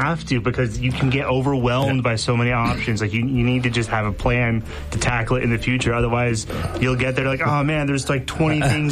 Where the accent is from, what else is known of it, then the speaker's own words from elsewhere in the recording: Mexico; And I grew up in Mexico, so I grew up in a country where I didn't speak the language. Right. I learned Spanish, thankfully.